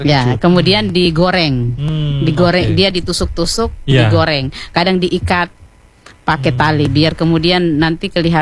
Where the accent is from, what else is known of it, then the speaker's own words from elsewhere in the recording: Latompe, Indonesia; born there; Jadi Latompe itu adalah desa kelahiran saya.